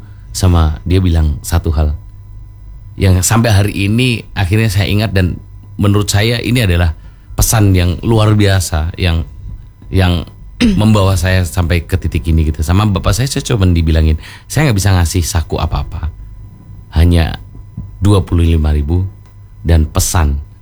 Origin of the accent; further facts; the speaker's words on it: Bojonegoro, East Java, Indonesia; moved away as an adult; also born or lived in Banyuwangi; now in Malang, Indonesia; Saya orang Bojonegoro kebetulan.